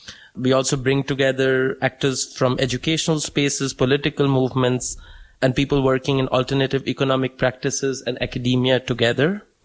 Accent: India; moved away as an adult; now in Leipzig, Germany; I come from India and I've been living here in Leipzig for the last 5 years, almost six now.

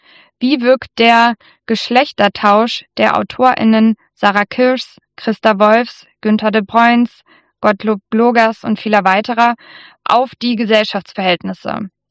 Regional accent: Cottbus, Brandenburg, Germany; moved away; also born or lived in Frankfurt am Main; ich habe zwar in Frankfurt am Main studiert, bin aber geboren und aufgewachsen in Cottbus in der Niederlausitz, also noch kurz vor dem Umbruch da geboren, also noch in der DDR, aber dann im Umbruch und in den 90ern im Osten aufgewachsen.

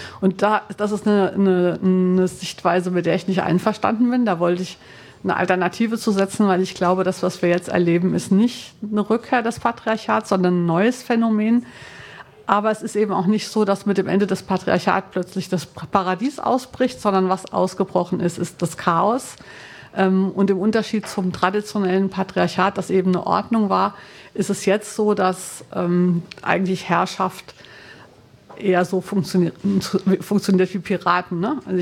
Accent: Frankfurt, Hesse, Germany; Jo, ich komme aus Frankfurt, ich bin Journalistin und Politikwissenschaftlerin und schreibe Bücher.

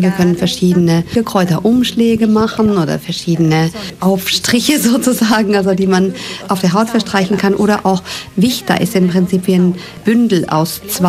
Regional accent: Helsinki, Uusimaa, Finland; Ich bin direkt in Helsinki aufgewachsen und wir haben eben diesen wunderbaren Vorzug. Wir brauchen gar nicht aus Land fahren, wir haben die Natur direkt vor der Tür, auch in Helsinki.

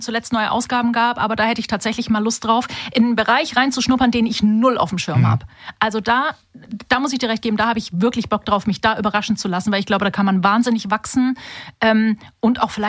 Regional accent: Stuttgart, Baden-Württemberg, Germany; Das war ein Theater in Stuttgart, in meiner Heimat, witzigerweise.

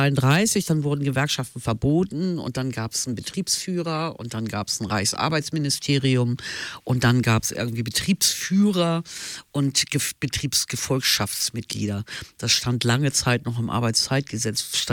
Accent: Hamburg, Germany; born there

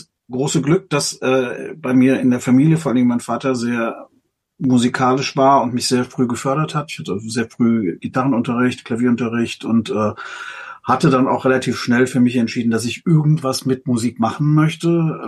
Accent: Frankfurt, Hesse, Germany; hab diverse Bands hier im Frankfurter Raum, wo ich herkomme und jetzt auch wieder bin, hier in der Frankfurter Szene

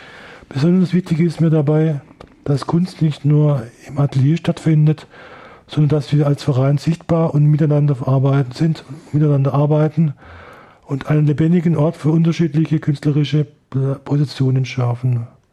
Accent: France; now in Germany; Ursprünglich komme ich aus Frankreich und wahrscheinlich erklärt das schon ein bisschen meine Liebe zu Farbe, Licht und Bewegung.

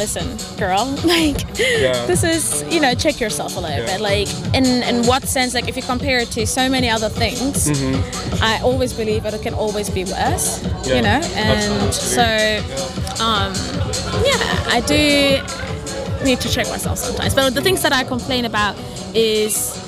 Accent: Germany; my parents are from Ethiopia and I grew up quite poor in Germany

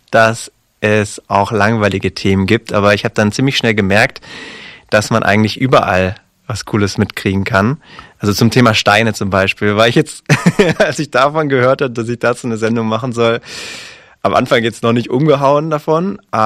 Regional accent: Stuttgart, Baden-Württemberg, Germany; Ich komme ja aus Stuttgart.

